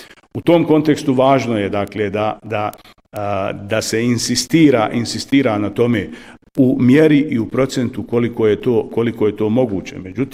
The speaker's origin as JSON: {"language": "Bosnian", "town": "Višegrad", "region": "Republika Srpska", "country": "Bosnia & Herzegovina", "tie": "born or raised there", "said": "kojeg se ja sjećam kao dječak u mom zavičaju, ja sam neko ko se rodio, dakle, u okolini Višegrada, kako je to bilo u mojoj porodici, kako je to bilo u mom selu, kako je to bilo u mom kraju"}